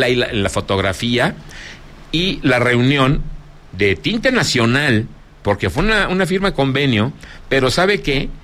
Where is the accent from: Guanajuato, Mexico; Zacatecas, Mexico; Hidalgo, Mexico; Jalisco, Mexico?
Zacatecas, Mexico; Aquí lo hemos tenido, unos de los amigos frecuentes de mi tierra Zacatecas